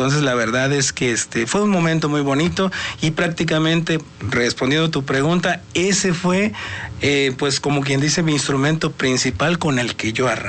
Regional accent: Veracruz, Mexico; now in Puebla, Mexico; Para mí, siento que soy poblano veracruzano, comparto mi corazón en dos porque aquí nací y allá crecí, ¿no? Entonces hoy actualmente ya estamos viviendo aquí en Puebla

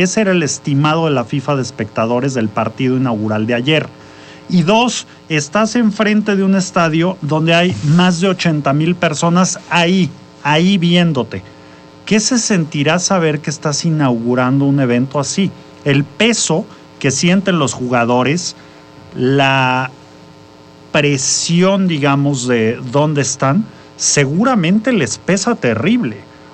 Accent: Mexico; somos pesimistas los mexicanos.

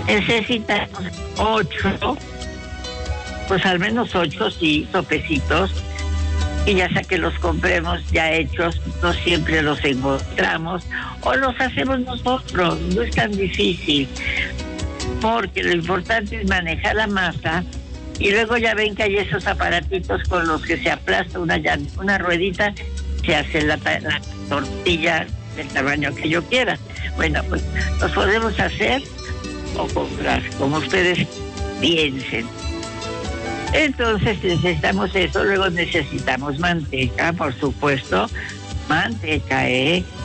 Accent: Puebla, Mexico; soy poblana chicharronera por 3 generaciones y me siento muy orgullosa de ser poblana.

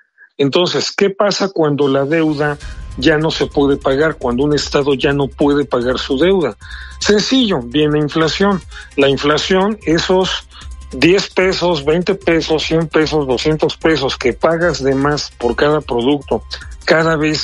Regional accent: Mexico

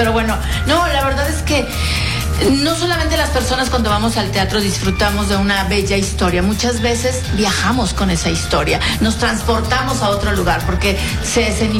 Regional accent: Monterrey, Nuevo León, Mexico; Imagínense cómo nos sentimos nosotros regios ir para otros lugares

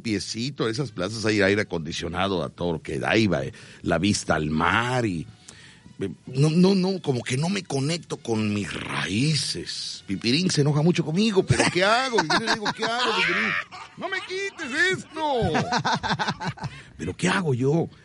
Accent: Mexico; also born or lived in Ecuador; Va contra los ecuatorianos, contra mi alma máster. Yo nací en Ecuador y de muy pequeño me vine a vivir a México.

